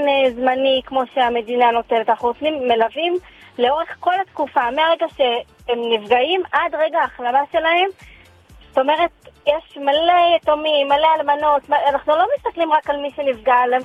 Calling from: Ma'ale Adumim, Judea and Samaria, Israel; מעלה אדומים.

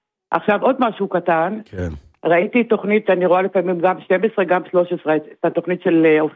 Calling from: Ramat Gan, Tel Aviv District, Israel; Hebrew is a second language

